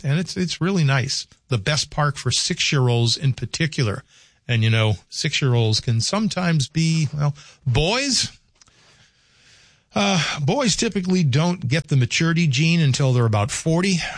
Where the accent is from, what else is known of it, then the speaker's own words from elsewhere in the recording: the South, United States; It's like growing up in the South. We didn't have air conditioning until we moved in 19. See, I was born in 56.